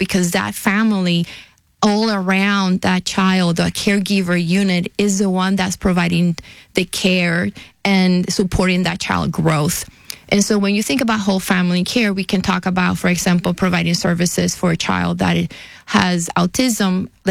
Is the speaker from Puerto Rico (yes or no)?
yes; Carolina, Puerto Rico; But yes, I'm reminded constantly that I have an accent. And I am from Puerto Rico. And the way I usually introduce myself is I am from the same land of Roberto Clemente.